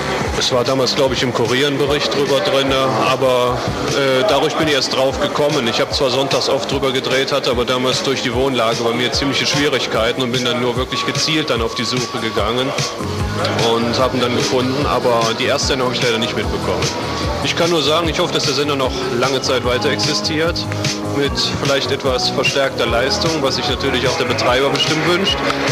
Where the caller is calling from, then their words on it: Leverkusen, North Rhine-Westphalia, Germany; Ich komme hier aus dem Kölner Raum, genau gesagt aus Leverkusen